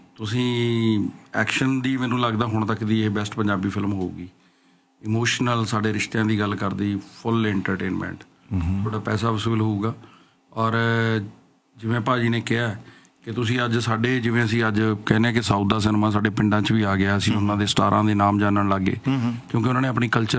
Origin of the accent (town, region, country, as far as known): Punjab, India